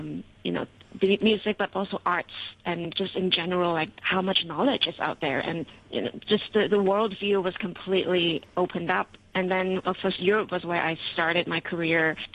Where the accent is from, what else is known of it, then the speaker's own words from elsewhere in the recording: Hong Kong; growing up in Hong Kong, there's this, I mean, we work so hard, right?